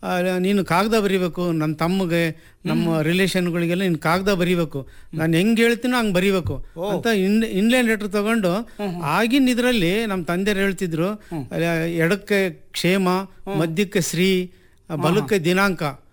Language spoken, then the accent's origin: Kannada; Chitradurga, Karnataka, India; born there; ಮೊದಲಿಗೆ ನಾನು ಹುಟ್ಟಿ ಬಂದದ್ದು ಚಿತ್ರದುರ್ಗ ತಾಲೂಕು ದಂಡಿನ ಕುರುಬರಟ್